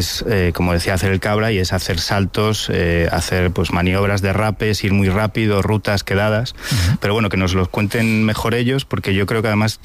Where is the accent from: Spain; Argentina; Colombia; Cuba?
Spain; A Coruña, Galicia; Va a ser porque soy de Coruña, sí, Pedro.